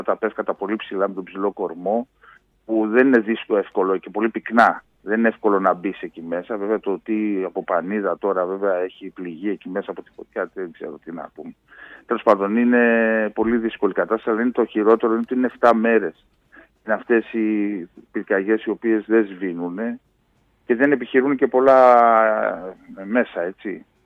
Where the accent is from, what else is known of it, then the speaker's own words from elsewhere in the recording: Konitsa, Epirus, Greece; στα μέρη μου πάνω, στην Κόνιτσα, εκεί στην Ήπειρο